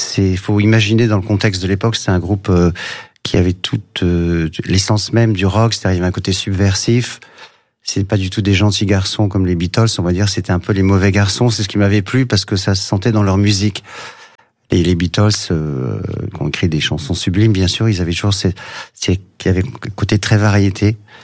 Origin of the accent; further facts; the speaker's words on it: Paris, Île-de-France, France; born there; also born or lived in Glasgow / London; je suis né à Paris, je suis tout de suite parti à Glasgow et à Londres.